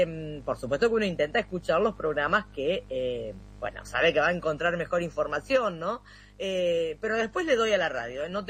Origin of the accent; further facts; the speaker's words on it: Santa Fe, Argentina; Yo no soy de Rosario, ustedes lo saben, soy de una localidad del interior de la provincia de Santa Fe, y como en todas las localidades chicas, más allá de que es una ciudad, no es un pueblo